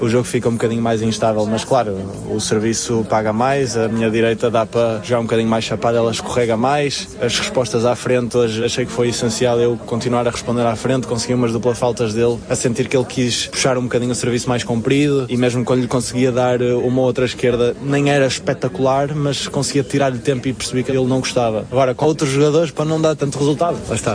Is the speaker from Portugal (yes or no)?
yes; Portugal